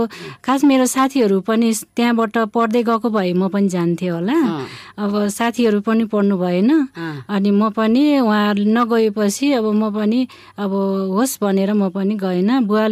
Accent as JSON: {"language": "Nepali", "town": "Tumlingtar", "region": "Koshi Province", "country": "Nepal", "tie": "born or raised there", "moved": "yes", "lives_now": "Bungamati, Lalitpur, Nepal", "said": "मेरो जन्मथलो शङ्खसभा, शङ्खसभा तुमलिङटार"}